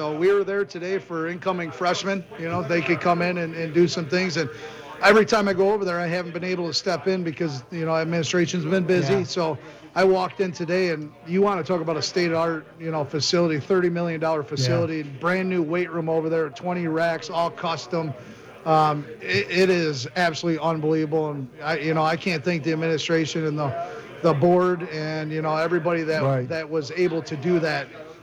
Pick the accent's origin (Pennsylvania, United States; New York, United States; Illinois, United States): Illinois, United States; Ottawa; we're passing Ottawa, my hometown